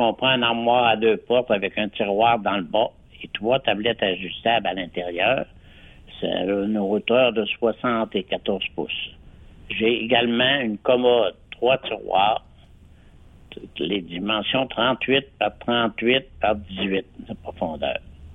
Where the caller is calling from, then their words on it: Jonquière, Quebec, Canada; moi j'appelle de Jonquière.